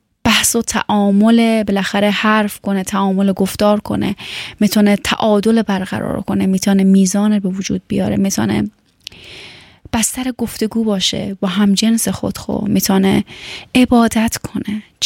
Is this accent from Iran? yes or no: no; Afghanistan; moved away as an adult; now in Germany; من از افغانستان هستم